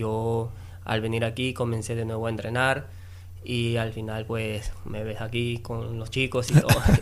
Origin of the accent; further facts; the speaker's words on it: Trujillo, La Libertad, Peru; Yo soy de Perú. De Perú. Yo vivo en la ciudad de Trujillo, que también en Trujillo hay un pueblo que se llama Casa Grande.